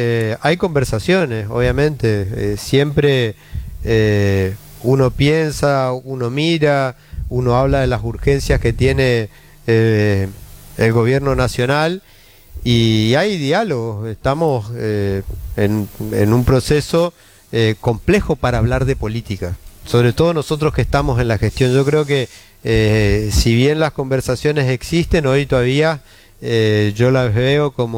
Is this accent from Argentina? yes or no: yes; Argentina; Yo soy argentino